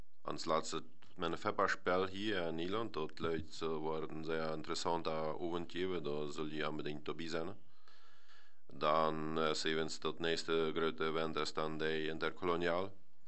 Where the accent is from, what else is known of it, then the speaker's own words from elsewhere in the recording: Netherlands; German is a second language; weil wir als Niederländer da ein Fast mit anderen Typ 4